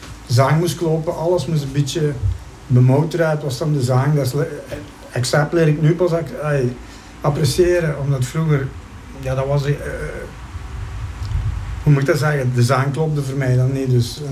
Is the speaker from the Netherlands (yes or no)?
no; Diepenbeek, Flanders, Belgium; ik kom nu uit Diepenbeek.